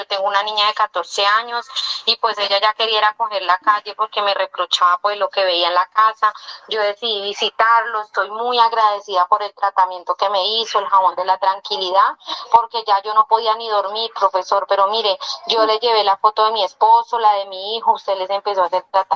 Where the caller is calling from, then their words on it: Garagoa, Boyacá, Colombia; Desde acá, desde Garagoa, Boyacá